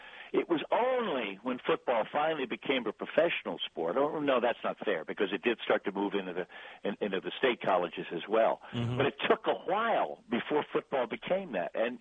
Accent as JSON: {"language": "English", "town": "Baltimore", "region": "Maryland", "country": "United States", "tie": "born or raised there", "said": "I grew up in Baltimore."}